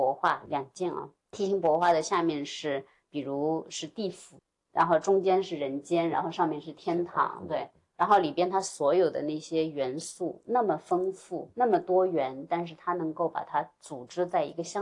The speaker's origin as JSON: {"language": "Chinese", "country": "China"}